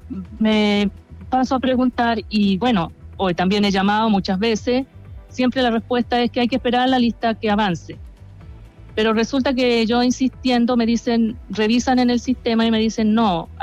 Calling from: Melipilla, Santiago Metropolitan Region, Chile; yo, como vivo en Melipilla

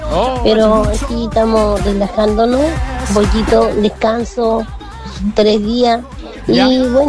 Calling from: Peña Blanca, Valparaíso, Chile; de Peña Blanca.

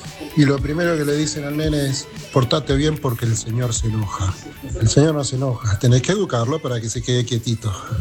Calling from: Buenos Aires, Argentina; de Saavedra, tengo taxi.

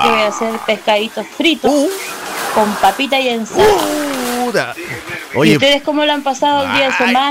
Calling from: Ancud, Los Lagos, Chile; yo soy de Ancud.

